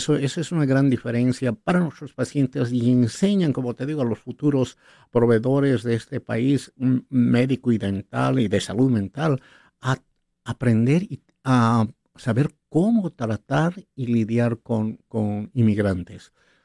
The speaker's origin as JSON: {"language": "Spanish", "country": "Bolivia", "moved": "yes", "lives_now": "United States", "said": "Yo soy de Bolivia."}